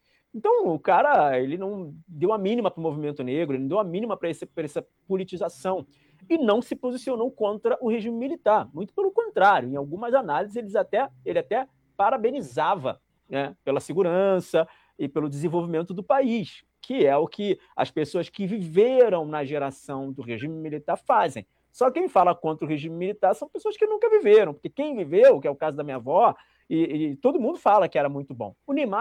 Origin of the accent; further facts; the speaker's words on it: Brazil; quando eu falo que sou brasileiro